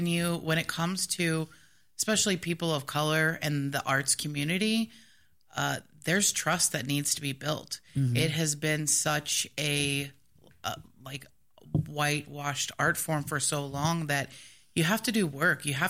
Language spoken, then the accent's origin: English; Philippines; So myself and the other creative producing director, Kevin Corpuz, we are both Filipino.